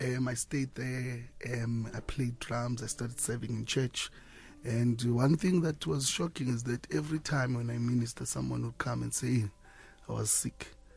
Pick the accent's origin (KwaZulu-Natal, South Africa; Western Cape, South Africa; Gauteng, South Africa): Gauteng, South Africa; KwaThema; Yeah, so I'm born and bred at Kwathema